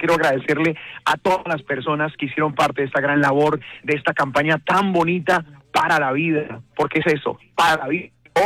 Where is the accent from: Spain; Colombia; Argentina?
Colombia; Hoy estamos nosotros unidos por nuestro país, por nuestra familia, juntos somos colombianos y vamos a salir muy adelante.